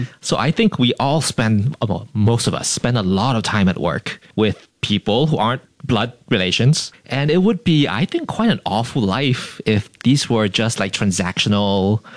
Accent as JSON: {"language": "English", "country": "Singapore", "said": "We're Singaporean, and so we're not known for being the most like dramatic people."}